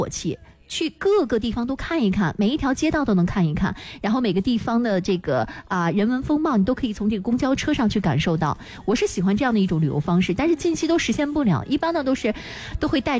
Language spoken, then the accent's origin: Chinese; Shanxi, China; 我们山西人嘛，必须要午睡，是吧？